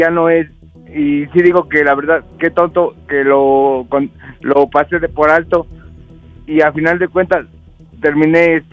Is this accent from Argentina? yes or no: no; Mexico City, Mexico; Tengo 43 años, soy de aquí, de la Ciudad de México.